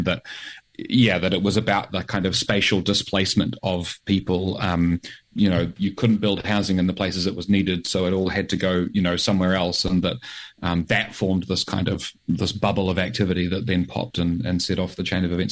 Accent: New Zealand; as a Kiwi

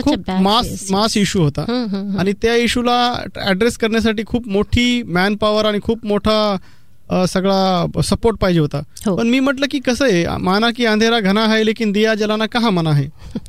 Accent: Maharashtra, India; महाराष्ट्रामध्ये परभणी जिल्ह्यामध्ये माझं छोटं गाव आहे. आणि गावामध्ये माझं सगळं शिक्षण झालं.

